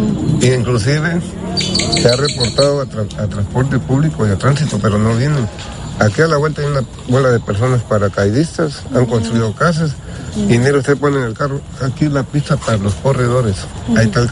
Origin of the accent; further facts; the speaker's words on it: Veracruz, Mexico; yo soy de aquí de Veracruz